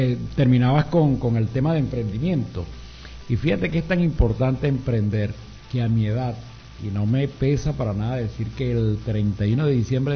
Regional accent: Irapa, Sucre, Venezuela; now in Cumaná, Venezuela; Yo soy de Irapa, aquí de nuestro estado.

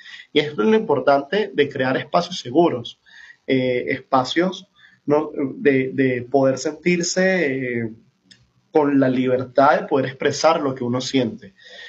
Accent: Venezuela; seguíamos vivos también como venezolanos.

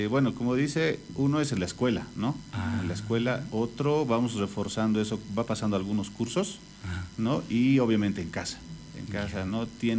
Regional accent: Oruro, Bolivia

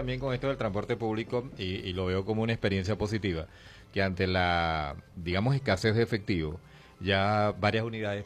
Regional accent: San Fernando de Apure, Apure, Venezuela; Yo vengo de San Fernando de Apure, y allá es una tradición que los choferes aumentan porque les da la gana de manera arbitraria

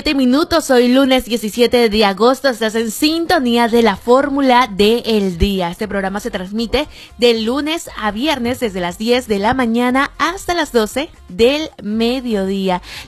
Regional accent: Venezuela; Yo digo que nosotros como venezolanos sentimos

